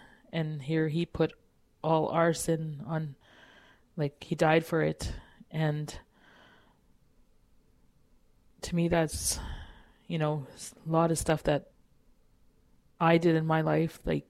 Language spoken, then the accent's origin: English; Kikino, Alberta, Canada; born or raised there